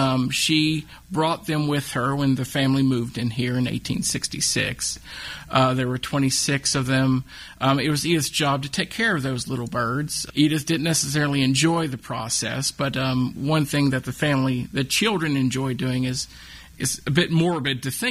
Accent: Wytheville, Virginia, United States; Okay, well, I grew up here in Withville, so I'm a local citizen, obviously, growing up here.

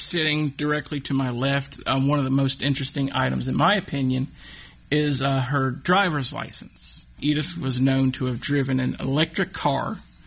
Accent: Wytheville, Virginia, United States; Okay, well, I grew up here in Wytheville, so I'm a local citizen, obviously, growing up here.

